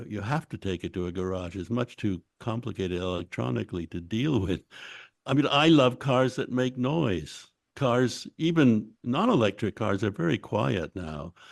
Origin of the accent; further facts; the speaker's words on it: Canada; I grew up in Canada, which is of course very cold, which creates all sorts of special problems for cars.